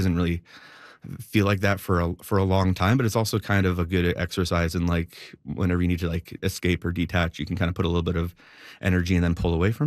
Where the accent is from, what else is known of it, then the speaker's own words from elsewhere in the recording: Sudbury, Ontario, Canada; growing up in Sudbury